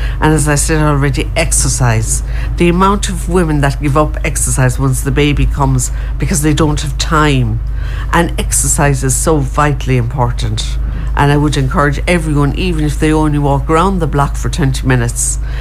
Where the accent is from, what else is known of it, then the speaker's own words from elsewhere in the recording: Tipperary, Munster, Ireland; moved away; I'm originally from Tipperary, my husband's from Kilkenny.